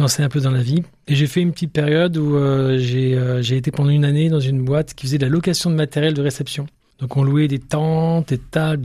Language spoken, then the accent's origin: French; Aix-en-Provence, Provence-Alpes-Côte d'Azur, France; born or raised there; also born or lived in Lille; now in Niort, France